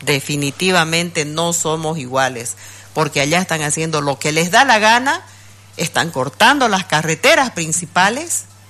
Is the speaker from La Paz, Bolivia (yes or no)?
no; Santa Cruz, Bolivia; Nos tratan como bolivianos de segunda